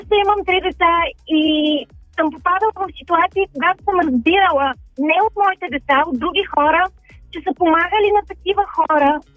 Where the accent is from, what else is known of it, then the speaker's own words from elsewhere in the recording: Blagoevgrad, Blagoevgrad Province, Bulgaria; now in Sofia, Bulgaria; Моя съм, принципно съм от Благоевград, но доста дълго време живея в София и в момента пътувам в прекрасните софийски улици.